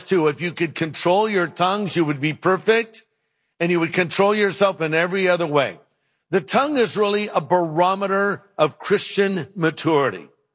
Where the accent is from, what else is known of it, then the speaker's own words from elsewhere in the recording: California, United States; I'm from California.